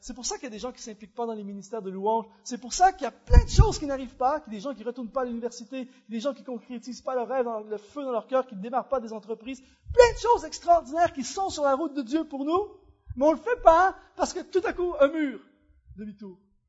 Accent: Canada; Chez nous, au Canada, il y a plein de gens qui ont peur des araignées.

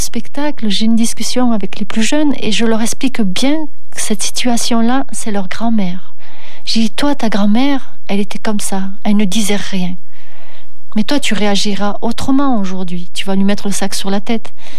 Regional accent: France; Donc on est français, on est intégré

